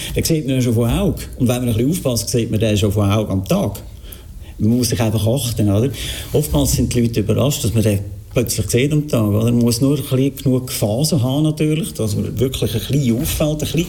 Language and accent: German; Switzerland; Also gut, bei uns in der Schweiz gibt es eigentlich keinen wirklich guten mehr